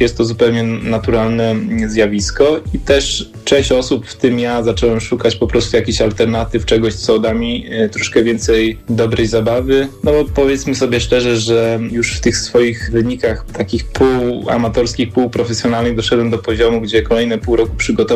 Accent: Jelenia Góra Valley, Lower Silesian Voivodeship, Poland; pochodzę z Kotliny Jeleniogórskiej, wiele czasu spędziłem po prostu w takim środowisku górskim

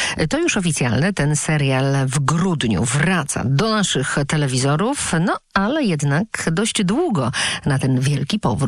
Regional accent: Radzyń Podlaski, Lublin Voivodeship, Poland; Jako rodowita radzynianka

